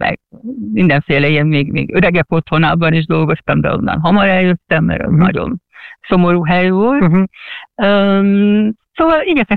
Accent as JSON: {"language": "Hungarian", "country": "Hungary", "moved": "as an adult", "lives_now": "England, United Kingdom", "said": "Tehát én úgy kerültem Angliába, nem úgy, mint a honfitársak többsége, hogy új munka, karrier lehetőség, én szerelemből mentem Angliába."}